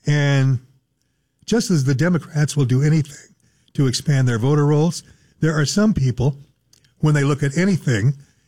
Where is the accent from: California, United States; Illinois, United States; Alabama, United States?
California, United States; here in California